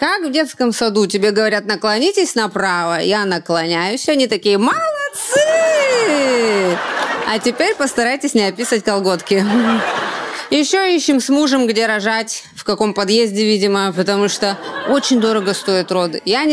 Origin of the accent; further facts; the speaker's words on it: Kamchatka Krai, Russia; now in Moscow, Russia; я родом с Камчатки